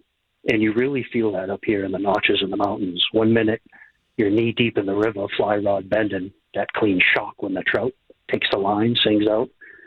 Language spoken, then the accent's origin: English; New Hampshire, United States; I'm just like you, born and bred here. I grew up mostly in the Lakes region early on, small towns, dirt roads and woods that taught me early.